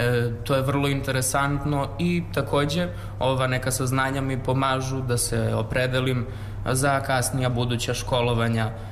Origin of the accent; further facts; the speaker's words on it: Vranje, Southern and Eastern Serbia, Serbia; dolazim iz Vranja, učenik sam drugog razreda gimnazije Bora Stanković, Vranje.